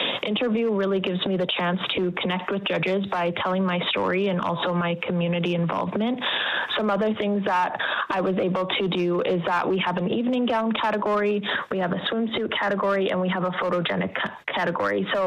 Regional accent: Alberta, Canada; I'm from Dene Ta First Nation. I grew up in Bushy, one of our three communities.

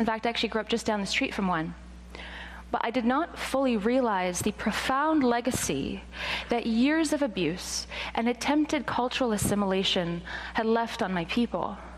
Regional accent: Canada; born there; moved away as an adult; now in Toronto, Canada; I grew up in a primarily Indigenous community

